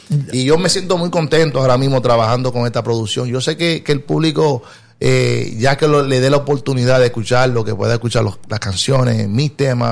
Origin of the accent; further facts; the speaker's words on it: La Vega, Dominican Republic; born there; moved away; allá en La Vega, Cabuya. Que de allá que vengo